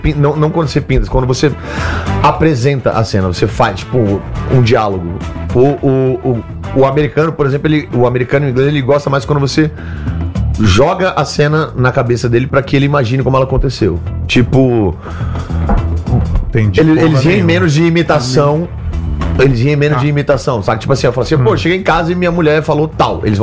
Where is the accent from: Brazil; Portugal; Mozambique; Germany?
Brazil; Eu sou humorista brasileiro, é isso que eu